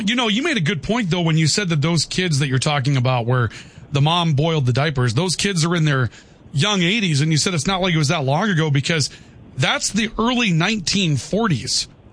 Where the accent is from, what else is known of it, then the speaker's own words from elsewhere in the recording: Valley City, North Dakota, United States; Sounds like Valley City 10 years ago. You take that back. Okay. You take that back, texter. My hometown is awesome. And we had running water when I was growing up and electricity.